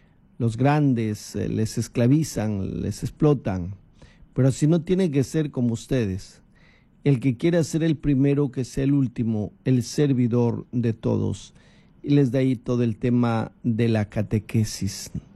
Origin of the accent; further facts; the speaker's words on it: Peru; somos libres los peruanos